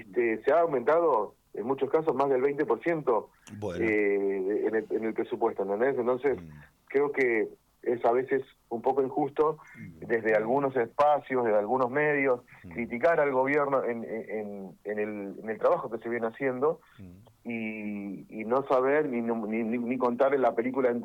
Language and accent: Spanish; Argentina; nosotros nos criticamos como argentinos